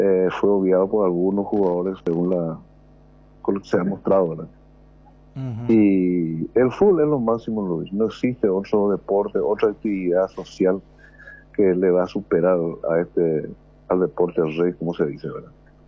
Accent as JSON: {"language": "Spanish", "country": "Paraguay", "said": "nos satisface eso como paraguayo."}